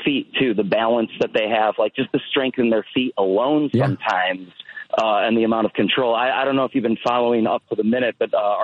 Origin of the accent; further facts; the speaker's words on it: United States; Hard for me to say as an American